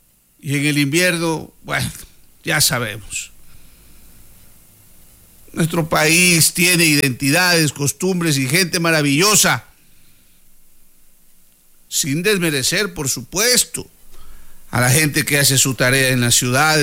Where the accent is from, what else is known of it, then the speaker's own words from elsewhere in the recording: Zaruma, El Oro, Ecuador; moved away; siempre me sentí con el pecho hinchado de orgullo de ser Chazo, de ser sarumeño, de ser orense, de no negar mi tierra.